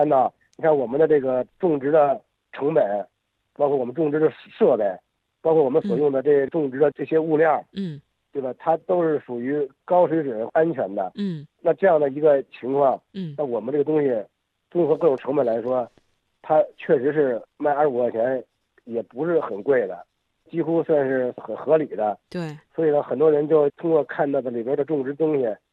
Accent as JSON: {"language": "Chinese", "region": "Beijing", "country": "China", "said": "咱们北京人可能听的比较少"}